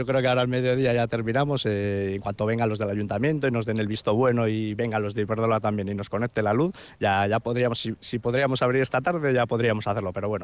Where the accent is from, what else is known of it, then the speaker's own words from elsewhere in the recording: La Rioja, Spain; Yo en este caso soy de La Rioja